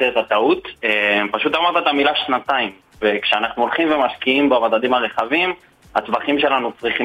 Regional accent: Sde Ya'akov, Northern District, Israel; moved away as an adult; now in Ramat Gan, Israel; אני במקום בשדה יעקב, אבל האמת שממש לאחרונה התקרבתי קצת האוניברסיטה, אז אני כזה על הגבול בין בני ברק לרמת גן.

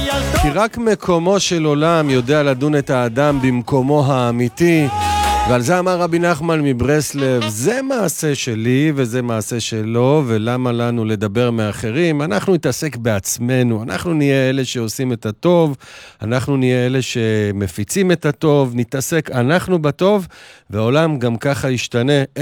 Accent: Netanya, Central District, Israel; גם אני גדלתי בבית כנסת מרוקאי כזה, הם הבנים בנתניה, אבי זכרו לברכה, היה הגבאי של בית הכנסת הזה המון המון שנים, ושם ספגנו וקיבלנו את התרבות והיראה המרוקאית.

